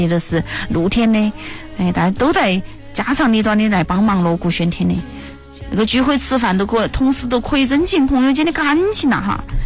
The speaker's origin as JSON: {"language": "Chinese", "region": "Chongqing", "country": "China", "said": "而且在我们重庆哈"}